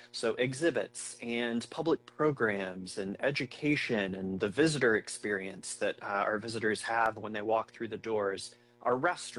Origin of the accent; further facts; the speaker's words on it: Illinois, United States; I grew up in the St. Louis region. I grew up in Southern Illinois, and St. Louis was the closest big city.